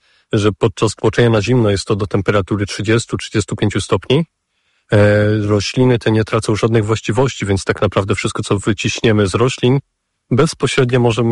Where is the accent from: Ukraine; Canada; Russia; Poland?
Poland; Zamość, Lublin Voivodeship; Jestem z Zamościa, nie? Umówmy się, to nie jest najbardziej perspektywiczne miejsce